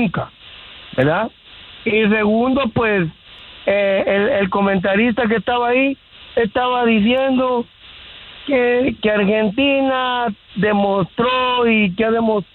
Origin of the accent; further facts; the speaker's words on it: Guatemala; Le deberías de ir a la selección de Guatemala porque sos guatemalteco, me dice. Entonces le digo yo, tenés razón, no te voy a refutar por eso, ¿verdad?